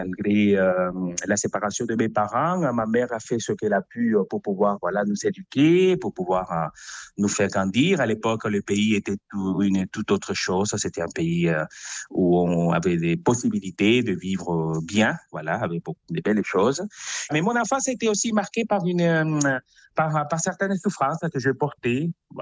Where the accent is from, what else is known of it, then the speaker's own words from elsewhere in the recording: Venezuela; moved away; J'ai quitté le Venezuela il y a plus de 20 ans et j'ai une sœur qui habite au Chili, j'ai des nièces qui sont aux États-Unis, en République dominicaine. Et dans le pays, il me reste, oui, mon frère